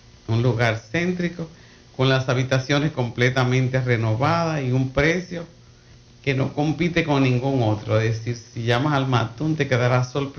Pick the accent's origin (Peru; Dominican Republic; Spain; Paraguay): Dominican Republic; Le envío un abrazo desde Santiago de los Caballeros, la ciudad más linda de nuestro país